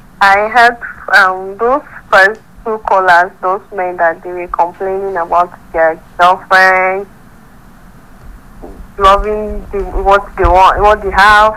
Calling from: Bukuru, Plateau, Nigeria; from Bukuru.

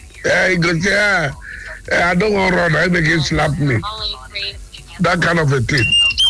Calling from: Okrika, Rivers, Nigeria; I'm calling from Okrika.

